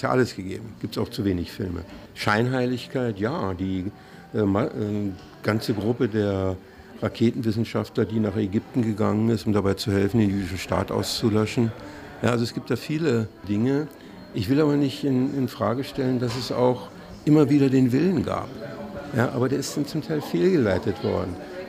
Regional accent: Berlin, Germany; weil ich bin in West-Berliner zur Schule gegangen

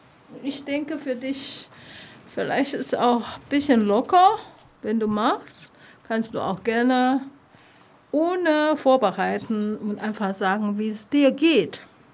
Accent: Taiwan; German is a second language; now in Germany; Ich komme persönlich aus Taiwan. Mhm. Ich habe natürlich auch meine taiwanische Verhaltung.

